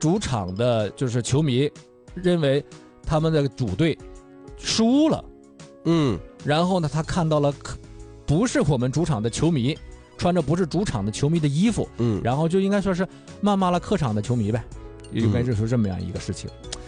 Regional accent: China; 我们都是中国人，作为一个普通的国民，或者在城市当中的一个公民，

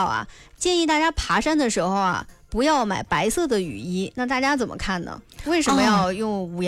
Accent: Northeast China, China; accent: Northeastern; 这个用咱们东北话说

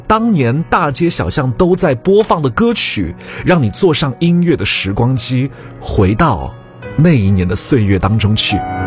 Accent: Changchun, Jilin, China; 因为我是长春的，离家里也不是特别远，但是是第一次去另一个城市。

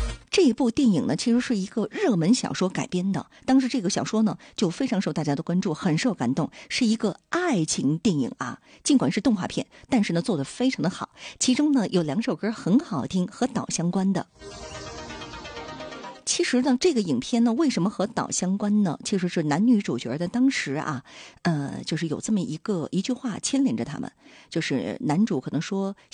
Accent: Dalian, Liaoning, China; 咱们大连人呢就守着海边

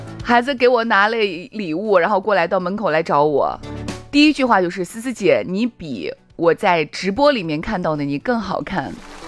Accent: Shaanxi, China

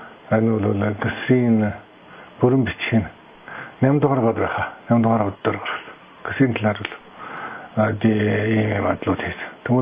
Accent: Inner Mongolia, China; Би бол одоо Өвөр Монголын улаад төтийн Бэрмбар хошууны Шармөрөн сум төрж өссөн нэ. Малчны хөвгт.

